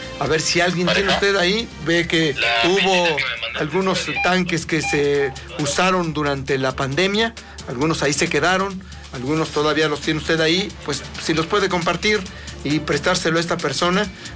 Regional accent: Veracruz, Mexico; now in Puebla, Mexico; Soy de Veracruz, llevo radicando 30 años aquí en Puebla

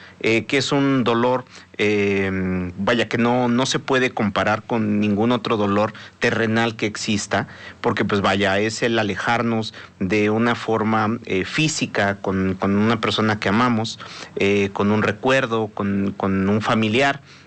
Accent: Puebla, Mexico; Y nosotros como poblanos, como mexicanos

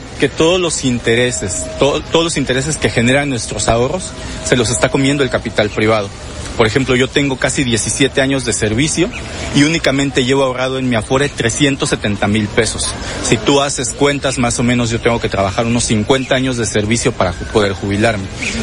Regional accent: Mexico

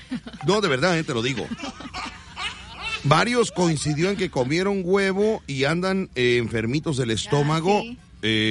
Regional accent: Mexico; somos mexicanos

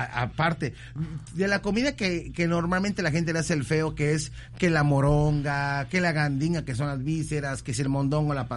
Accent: Mexico; aunque soy mexicano, obviamente se nota, pero por si alguien pensaba que era europeo

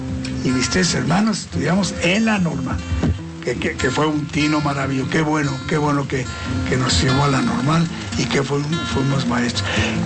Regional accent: Chignahuapan, Puebla, Mexico; born there; moved away; also born or lived in Zacatlán / Libres / Oriental; mi pueblo, en Chignahuapan

